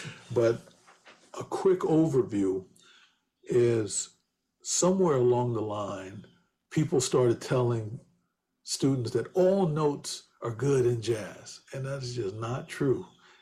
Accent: California, United States; I grew up in Northern California

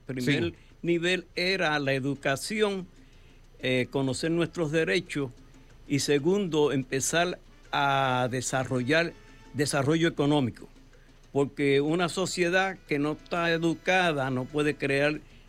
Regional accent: Arecibo, Puerto Rico; moved away as an adult; now in New York, United States; mi pueblo fue siempre considerado la capital de las primeras voces de trío. Salieron del pueblo de Arecibo

